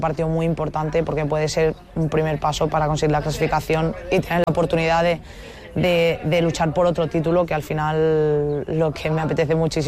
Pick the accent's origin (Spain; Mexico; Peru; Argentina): Spain; Balearic Islands; somos cuatro mallorquinas